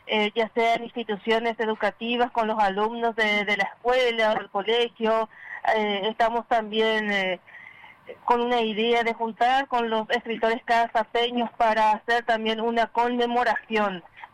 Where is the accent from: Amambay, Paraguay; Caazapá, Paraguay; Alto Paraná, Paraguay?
Caazapá, Paraguay; Maciel; una obra que yo lancé el año pasado, Pasado y Presente de Maciel. Es una breve reseña histórica de mi pueblo, donde también mencioné a algunas personas oriundas de ese lugar.